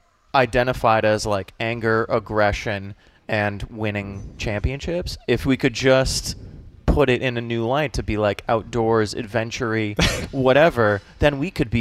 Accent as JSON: {"language": "English", "town": "Boston", "region": "Massachusetts", "country": "United States", "accent": "Boston", "said": "I mean, a lot of when my friends get together, my hometown buddies, it'll come out for certain words, but it just doesn't sound very nice. No one's ever had, like, a Boston man do the narration for a documentary."}